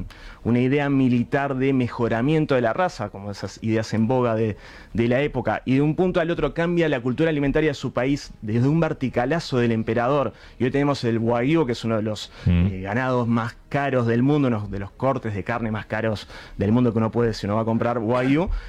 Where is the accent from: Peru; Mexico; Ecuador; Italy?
Italy; Montebelluna, Veneto; Spanish is a second language